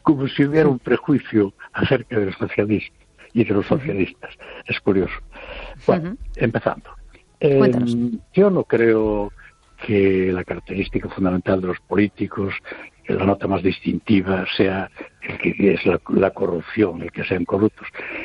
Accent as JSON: {"language": "Spanish", "town": "Noia", "region": "Galicia", "country": "Spain", "said": "Hola, buenas noches."}